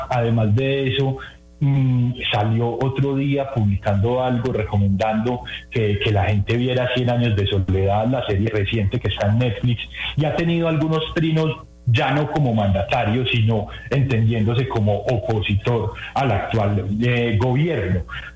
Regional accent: Colombia

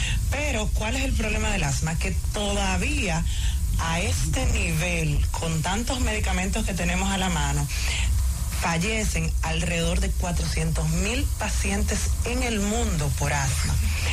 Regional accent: Dominican Republic

